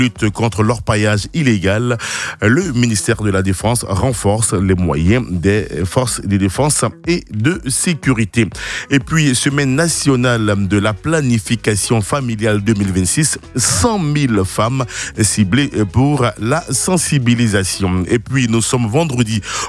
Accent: Côte d’Ivoire; Chez nous, en Côte d'Ivoire

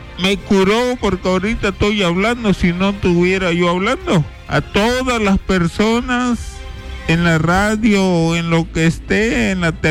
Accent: Villahermosa, Tabasco, Mexico; Yo vengo de Villahermosa, Tabasco.

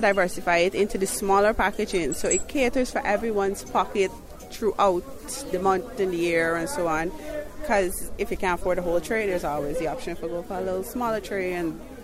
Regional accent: Georgetown, Demerara-Mahaica, Guyana; I'm originally from Georgetown, South Roundabout, but my farm is located Kurukuru under the Nensuzaik Highway.

